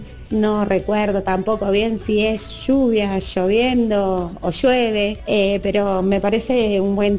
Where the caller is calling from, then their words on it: Loma Mirador, Buenos Aires Province, Argentina; de Loma Mirador.